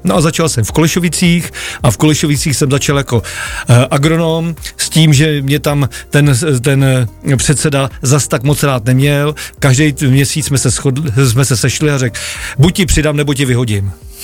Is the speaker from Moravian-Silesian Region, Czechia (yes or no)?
no; Prague, Czechia; já jsem kluk z Prahy, který jsem narodil v Praze, měl jsem rodiče v Praze